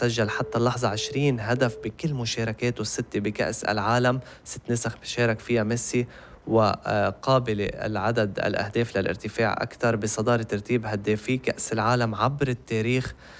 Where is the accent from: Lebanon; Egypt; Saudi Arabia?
Lebanon; South Lebanon; أنا من جنوب لبنان.